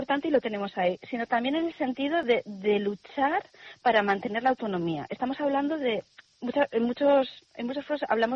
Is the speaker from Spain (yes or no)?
yes; Spain; Nosotros somos españoles, júbilo, jubilarse, júbilo, alegría.